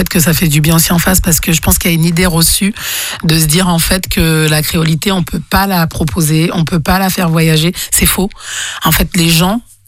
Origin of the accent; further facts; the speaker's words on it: Guadeloupe, France; je suis guadeloupéenne et j'ai quand même si c'est tout petit sur le planisphère, ben... J'en suis extrêmement fière.